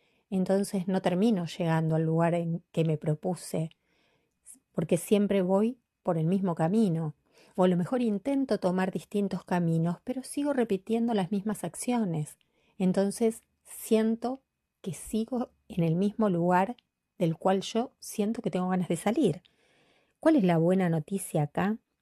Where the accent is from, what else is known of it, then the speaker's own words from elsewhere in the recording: Quilmes, Buenos Aires Province, Argentina; Yo soy de Quilmes, de la provincia de Buenos Aires. Vivíamos a 500 kilómetros